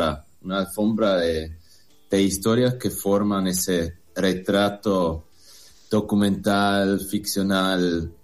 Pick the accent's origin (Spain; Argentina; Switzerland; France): Switzerland; moved away; Y yo vengo de Suiza